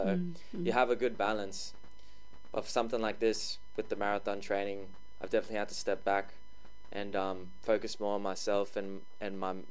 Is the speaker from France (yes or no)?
no; Brisbane, Queensland, Australia; moved away as an adult; now in Thursday Island, Australia; yeah, I was born here in the Torres Straits and on Thursday Island, and I grew up a lot in Brisbane, but I would always maintain connection back up here and flying like every school holidays, and then I decided to move back properly 2 years ago